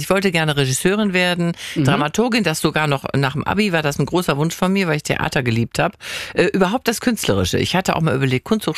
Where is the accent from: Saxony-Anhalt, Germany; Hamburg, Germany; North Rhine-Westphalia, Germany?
North Rhine-Westphalia, Germany; Wuppertal; moved away; Auf jeden Fall, ist in meiner Heimatstadt, meine Schwester lebt